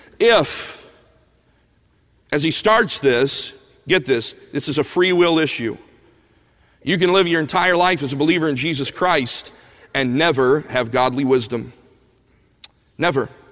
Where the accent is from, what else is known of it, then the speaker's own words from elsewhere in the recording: Alabama, United States; and even growing up in Alabama, when I first moved there, there's some things I had to learn.